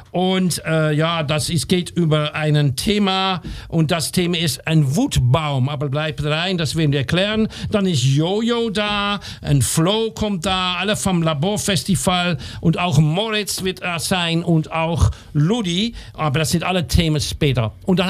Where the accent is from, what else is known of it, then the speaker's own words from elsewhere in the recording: Amsterdam, North Holland, Netherlands; Ich komme aus Amsterdam.